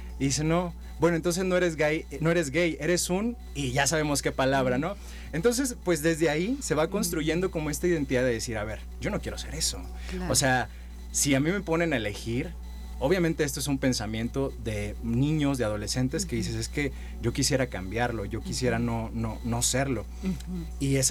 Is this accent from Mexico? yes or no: yes; San Luis Potosí, Mexico; born there; also born or lived in Ciudad del Carmen, Campeche; de mi infancia, de mi adolescencia aquí en San Luis Potosí.